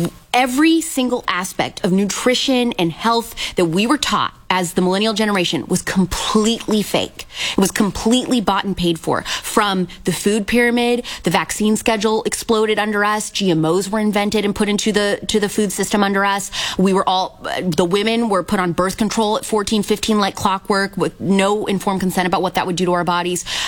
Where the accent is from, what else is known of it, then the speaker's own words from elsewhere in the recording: Midwest, United States; I'm from the Midwest.